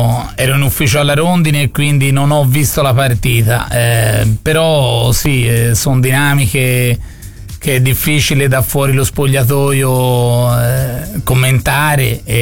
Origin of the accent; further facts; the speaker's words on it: Florence, Tuscany, Italy; quindi lo ringrazio tanto da fiorentino, perché ha portato la barca in salvo.